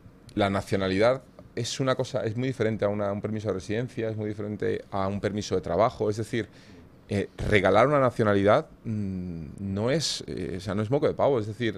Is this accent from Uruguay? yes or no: no; Spain; yo no quiero dejar de ser español, aunque me vaya a trabajar a Japón.